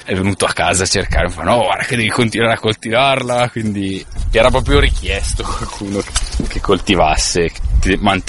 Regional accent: Bergamo, Lombardy, Italy; now in Valtellina, Italy

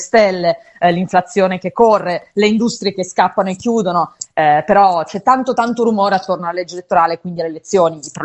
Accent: Turin, Piedmont, Italy; lo dico anche da torinese

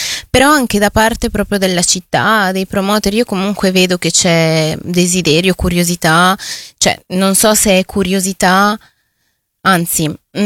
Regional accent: Peru; now in Italy; sono una ragazza peruviana con una famiglia colombiana che quindi ha vissuto tante influenze

